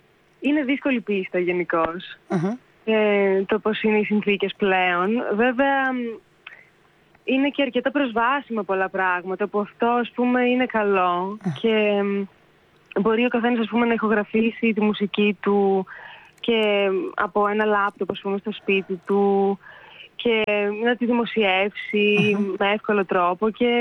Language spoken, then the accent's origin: Greek; Ioannina, Epirus, Greece; Στα Ιωάννινα, ναι. Και στη Θεσσαλονίκη